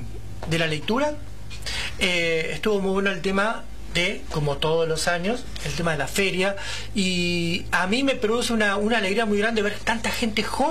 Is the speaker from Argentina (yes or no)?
yes; Quilmes, Buenos Aires Province, Argentina; soy de Quilmes